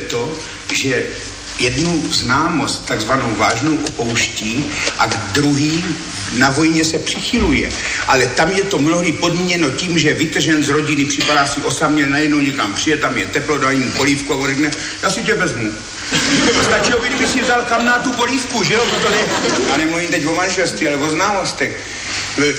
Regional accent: Brno, South Moravian Region, Czechia; also born or lived in Ivančice / Řícmanice; protože já do Brna pořád jezdím, mám tady rodinu, takže já jsem vlastně Brňák pořád.

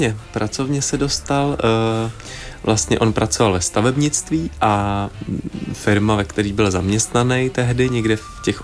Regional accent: Havlíčkův Brod, Vysočina Region, Czechia; S maminkou se potkali, tuším, na nějaký diskotéce, někde právě u nás v Havlíčkově Brodě ve městě.

